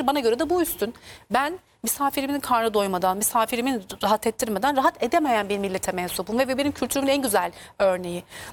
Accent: Tokat, Turkey; Yani benim memleketim Tokat'ın sarmasından

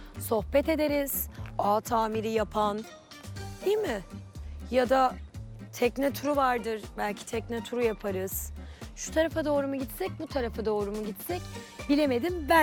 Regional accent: Alanya, Antalya, Turkey; Ben Alanyalıyım da ondan sordum. Alanya'ya da selam olsun. Babamı, annemi çok özledim.

